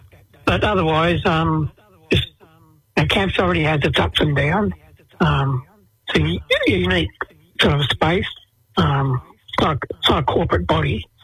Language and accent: English; Melbourne, Victoria, Australia; Well, I grew up in Fitzroy in Melbourne, but my mob is Gunai Kanai and Gunatamara, or Western Districts of Victoria, Kulin Nation, basically.